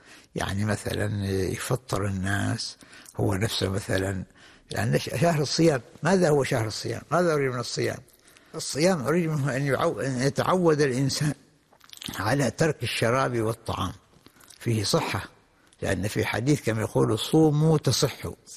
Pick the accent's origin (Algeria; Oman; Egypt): Oman; وخاصة احنا عندنا في عمان أو في دول منطقة الخليج